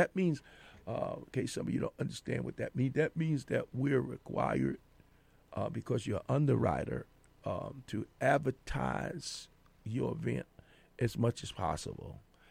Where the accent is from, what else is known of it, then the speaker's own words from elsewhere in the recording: New York City, New York, United States; I'm from Brooklyn